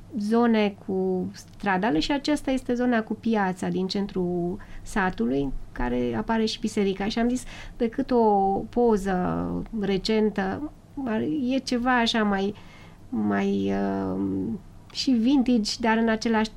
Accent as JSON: {"language": "Romanian", "region": "Alba County", "country": "Romania", "tie": "born or raised there"}